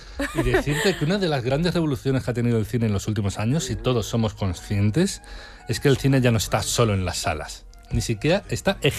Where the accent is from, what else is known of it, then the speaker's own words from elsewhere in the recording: Spain; Es decir, yo soy español, es decir, occidental, es decir, la Odisea está en el punto número cero de mi tradición cultural.